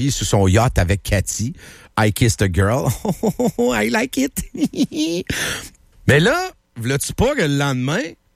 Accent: Canada; born there; Moi, je suis Canadien, là, je peux pas être autre chose. Je suis né ici, puis j'ai pas d'autre passeport.

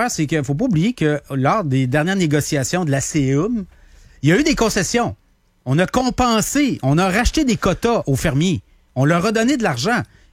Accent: Canada; Donc, tu sais, à un moment donné, là, ça nous coûte des milliards là, en tant que Canadien là-dedans aussi

